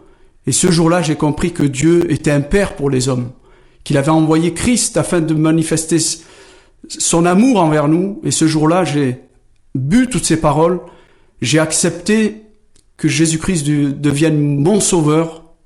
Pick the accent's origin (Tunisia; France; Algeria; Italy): Algeria; je suis toujours un arabe, j'aime toujours mes compatriotes, et que je suis algérien, et que je le resterai jusqu'à la fin de mes jours, et j'en suis fier.